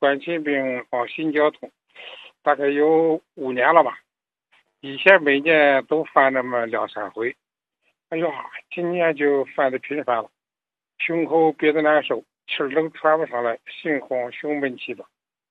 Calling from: Qian'an, Hebei, China; 我是唐山市迁安的。

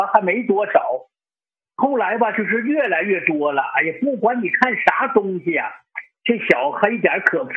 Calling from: Zhengzhou, Henan, China; 郑州的。

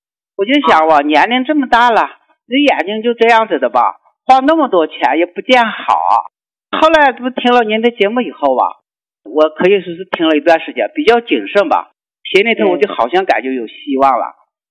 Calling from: Shanxi, China; 我是山西的。

